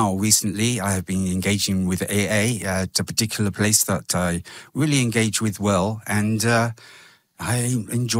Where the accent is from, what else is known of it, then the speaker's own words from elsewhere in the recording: London, United Kingdom; And but I was raised in London. I went to grammar schools, wore the uniforms, had the briefcase, did my O levels